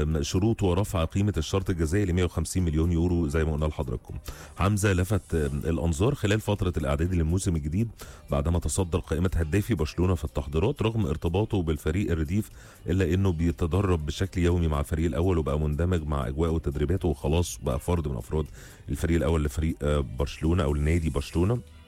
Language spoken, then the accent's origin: Arabic; Damietta, Damietta Governorate, Egypt; انا من دمياط ما شفتش حاجه، وكمان الكشاك قليله جدا في دمياط